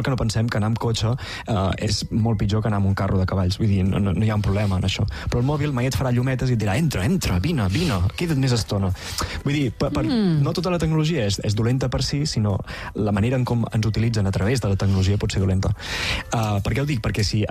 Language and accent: Catalan; Olot, Catalonia, Spain; sóc d'Olot